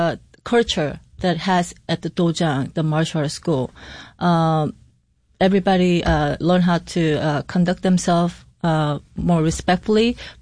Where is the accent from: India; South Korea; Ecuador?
South Korea; English is a second language; now in Rochester, United States; So I'm from Korea, his hometown is LA.